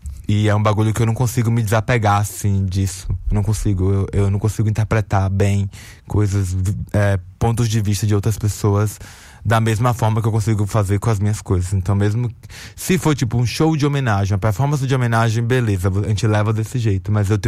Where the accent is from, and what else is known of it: Alagoinhas, Bahia, Brazil